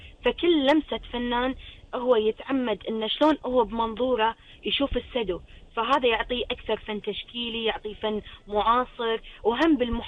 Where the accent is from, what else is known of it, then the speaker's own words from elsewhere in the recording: Kuwait; عندنا بديرتنا الكويت